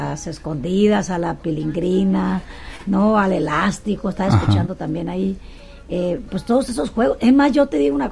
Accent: Sinaloa, Mexico; yo nací en Sinaloa municipio, en Caliente se va, pero me llevaron muy pequeña, de 2 años, al Batamote, y es ahí donde yo jugaba.

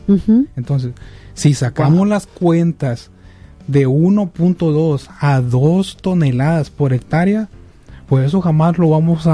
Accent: Mexico; Tenemos que estar como mexicanos unidos

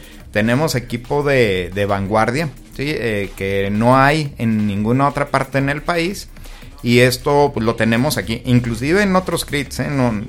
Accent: Mexico; es una responsabilidad muy muy grande que tenemos como claro, mexicanos

